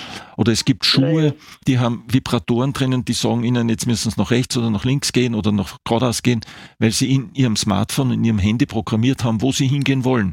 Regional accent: Graz, Styria, Austria; Nein, habe ich nicht. Ich bin aus Graz.

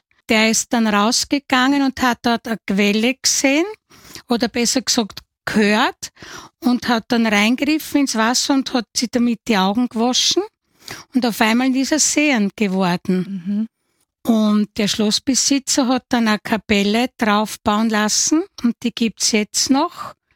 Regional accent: Oberpullendorf district, Burgenland, Austria; Also ich bin, wie man sagt, eine waschechte Burgenländerin, weil ich bin im Burgenland geboren, sogar eine Hausgeburt. Mein Mann ist vom Burgenland und meine Eltern sind aus Burgenland. Also im Umkreis von 10 Kilometern ist die ganze Verwandtschaft.

